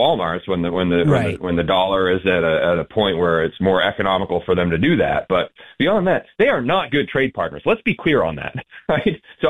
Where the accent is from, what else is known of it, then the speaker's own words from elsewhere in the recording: Aroostook County, Maine, United States; I'm from Aroostook County. My district has 50 miles or so of border with Canada. Our county is surrounded by Canada.